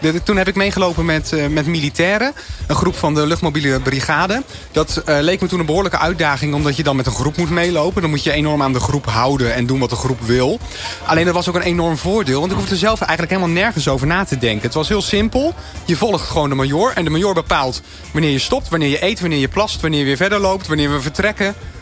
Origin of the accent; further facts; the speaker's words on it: Gelderland, Netherlands; En dat bij ons op de Veluwe, daar kom ik vandaan.